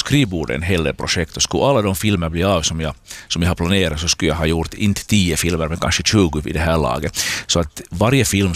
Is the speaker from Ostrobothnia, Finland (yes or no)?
no; Porvoo, Uusimaa, Finland; När jag var tonåring här i Borgå, gick i Strömborska, så kunde det ta 1, 2, kanske 3 år innan jag såg en film.